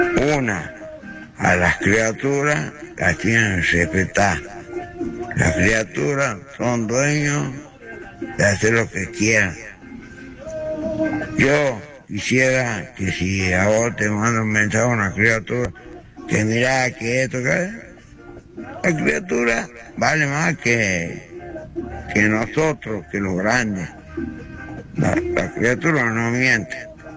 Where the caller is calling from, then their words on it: Catamarca, Argentina; soy de acá de Catamarca.